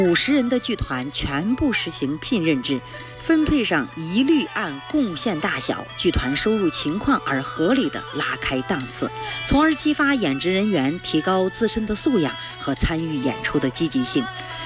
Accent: Henan, China; 这是我们河南人对孩子那种夸张表情或者语言的一种称赞吧。

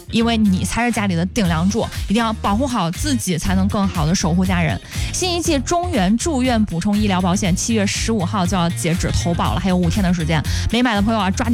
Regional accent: Henan, China; 我们河南人

